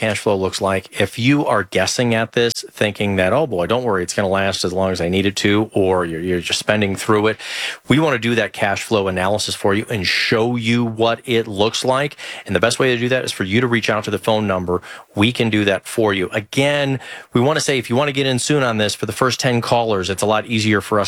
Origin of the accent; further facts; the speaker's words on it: Illinois, United States; when I was growing up in Illinois, taking a look at just going to U of I or University of Michigan